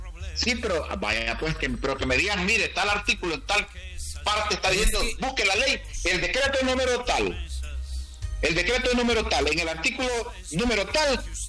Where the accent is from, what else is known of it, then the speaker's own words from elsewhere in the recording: Honduras; Si soy un hondureño común y corriente, hombre.